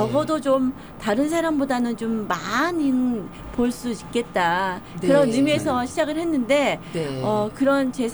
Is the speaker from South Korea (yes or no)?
yes; South Korea; now in Sedona, United States; 저도 친정이 한국에 다 있거든요.